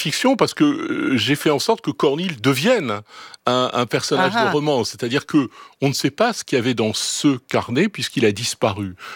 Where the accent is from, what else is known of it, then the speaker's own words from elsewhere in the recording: Rouen, Normandy, France; Parce que moi, je suis né à Rouen. Et à Rouen, il y a la maison Pralu